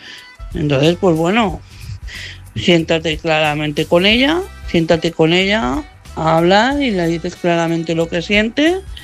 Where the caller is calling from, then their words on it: Madrid, Community of Madrid, Spain; de Madrid.